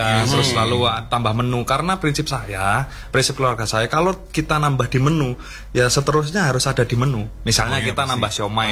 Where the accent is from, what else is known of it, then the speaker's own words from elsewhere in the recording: Malang, East Java, Indonesia; also born or lived in Wonogiri; Tapi kalau dari kecil memang sekolahnya di Malang.